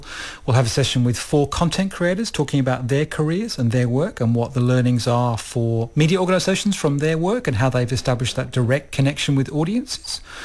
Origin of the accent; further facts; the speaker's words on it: Australia; I'm Australian